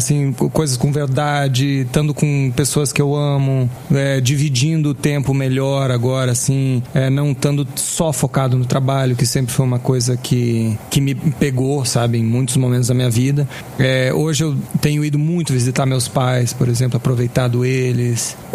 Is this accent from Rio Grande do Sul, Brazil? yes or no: yes; Rio Grande do Sul, Brazil; born or raised there; also born or lived in Brasília, Brazil